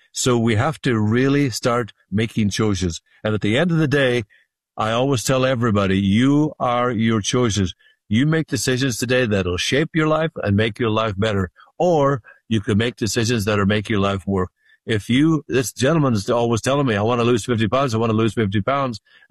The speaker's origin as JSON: {"language": "English", "country": "Ireland", "lives_now": "California, United States", "said": "People talk a good talk out here in California, because I come from Ireland. We say in Ireland, he's full of blarney"}